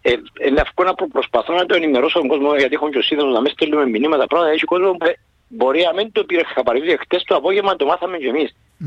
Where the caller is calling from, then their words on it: Limassol, Limassol District, Cyprus; είμαι από Λεμεσό.